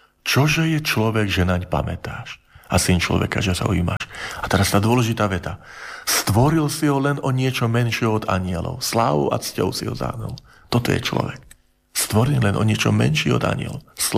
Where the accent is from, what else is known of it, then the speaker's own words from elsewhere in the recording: Žilina Region, Slovakia; ja som z Horavy